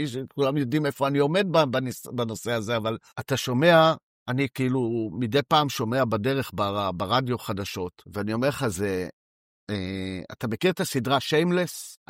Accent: Herzliya, Tel Aviv District, Israel; אני גדלתי בהרצליה, איפה לא שכן, אבל בוא נגיד גר לידו, ליד הנשיא

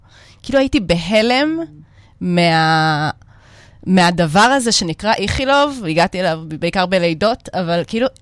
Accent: Southern District, Israel; אני ככה מהנגב

